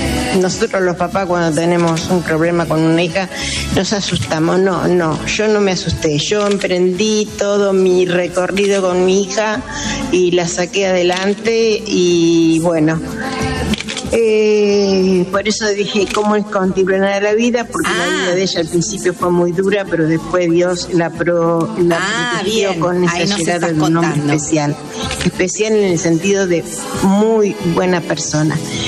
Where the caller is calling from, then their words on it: Arroyo Seco, Santa Fe, Argentina; Soy de Arroyo Seco, provincia de Santa Fe.